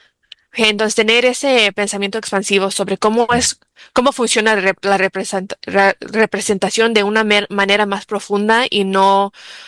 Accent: Chicago, Illinois, United States; Yo crecí en una comunidad en Pilsen, y íbamos a la iglesia en español.

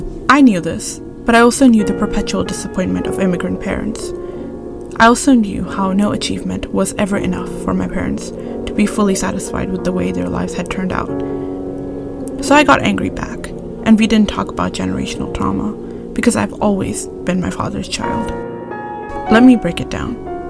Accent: Kuwait; English is a second language; Instead, I learned English in Kuwait. In high school, I jokingly tried to explain to a classmate why I pronounced my A's like that. In Kuwait, I went to an Indian school where I learned British English.

